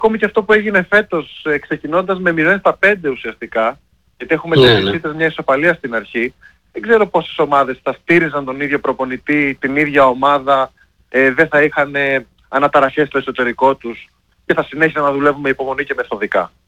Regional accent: Kavala, Eastern Macedonia and Thrace, Greece; Εγώ από μια τρέλα της στιγμής ήρθα σε αυτήν την ομάδα, καθώς κατάγομαι από την Καβάλα και ήμουν στη φάση του να μείνω να φύγω από την Καβάλα.

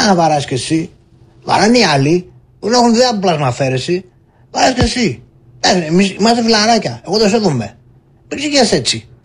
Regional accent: Greece; born there; Άλλη προσευχή μου που γεννήθηκα στην Ελλάδα, γιατί αλλού θα πήγα να πάρει με τις σκούπες.

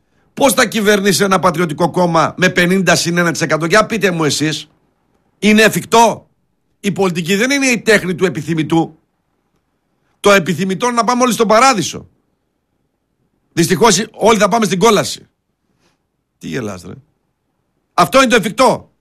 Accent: Thessaloniki, Central Macedonia, Greece; born or raised there; also born or lived in Neapoli

